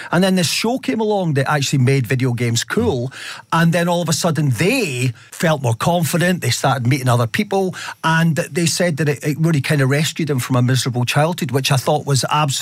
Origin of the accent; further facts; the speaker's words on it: Dundee, Scotland, United Kingdom; the fact that I grew up near Dundee, which is where Grand Theft Auto was made